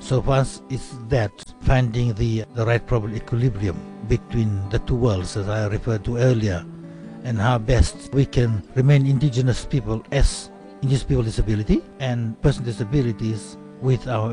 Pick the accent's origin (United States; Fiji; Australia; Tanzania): Fiji; I am from Fiji, so I'm an indigenous Fijian.